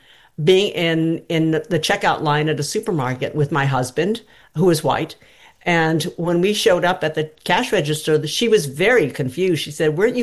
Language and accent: English; San Diego, California, United States; also born or lived in Hawaii; now in Maine, United States; I grew up in San Diego. And then I moved to Hawaii after I got married.